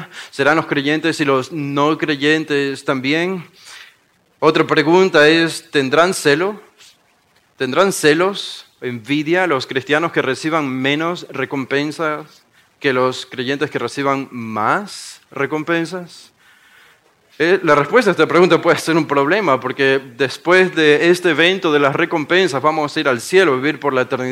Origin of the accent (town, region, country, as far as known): Guayaquil, Guayas, Ecuador